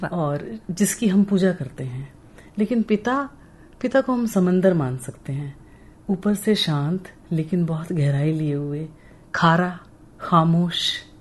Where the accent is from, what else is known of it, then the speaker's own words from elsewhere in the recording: Sangaria, Rajasthan, India; born there; मैं संगरिया में पैदा हुई थी